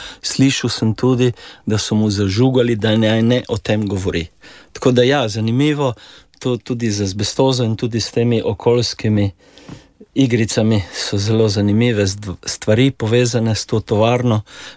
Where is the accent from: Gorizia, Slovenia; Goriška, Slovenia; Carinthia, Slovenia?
Gorizia, Slovenia; Šempeter pri Gorici; born there; Ja, jaz sem rojen v Šempetru pri Gorici, en prvih v novi porodnišnici takratni, ja.